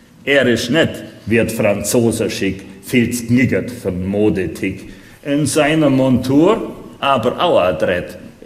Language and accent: German; Swabia, Germany; Und eins kann ich als Schwabe euch garantieren.